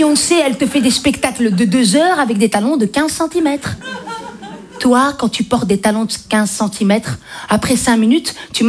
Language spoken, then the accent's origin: French; Belgium; Voilà, je viens de Belgique, je suis d'origine maghrébine